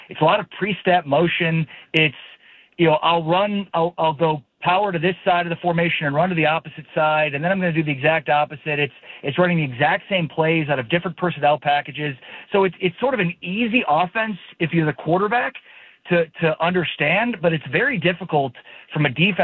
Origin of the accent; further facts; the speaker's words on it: Chicago, Illinois, United States; I'm a Bears fan growing up in Chicago.